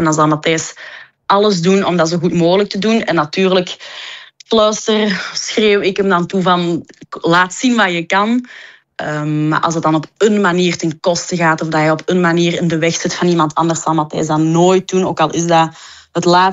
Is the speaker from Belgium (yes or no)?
yes; Flanders, Belgium; En ik ben een echte Vlaamse, dus dat botst wel soms.